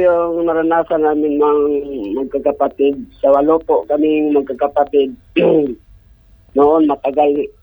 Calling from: Biñan, Calabarzon, Philippines; From Binyan.

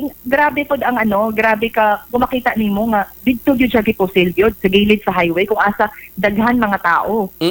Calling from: Cotabato City, Soccsksargen, Philippines; Tagalog kami sa Cotabato City, but of course, I can speak Bisaya.

